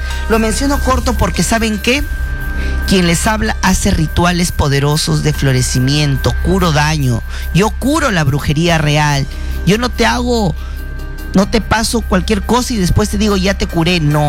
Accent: Chiclayo, Lambayeque, Peru; moved away; he estado en mi tierra, en Chiclayo.

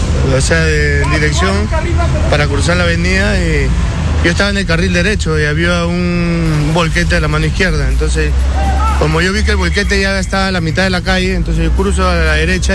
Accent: Ventanilla, Callao, Peru; Yo soy de Ventanilla

